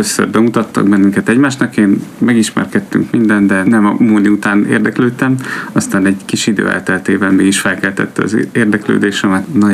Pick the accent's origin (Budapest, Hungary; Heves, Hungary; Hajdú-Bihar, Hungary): Budapest, Hungary; now in Vác, Hungary; Én Budapesten születtem, és ott nőttem fel, és Budapest Városmajor Jézus Szíve plébániára jártam gyerekkoromtól kezdve